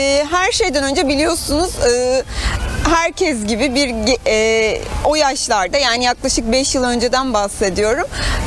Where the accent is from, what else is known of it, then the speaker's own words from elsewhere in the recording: Aydın, Turkey; bir Aydınlı olarak Aydın'ın kanalında bu şekilde yer almaktan çok keyif alıyorum.